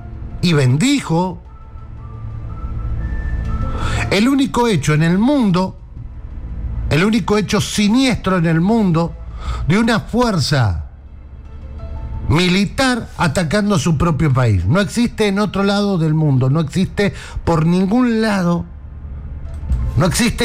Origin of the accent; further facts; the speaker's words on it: Argentina; A mí me va a hablar de corrupto, Pipi. Vengo de Argentina, ¿qué te pasa?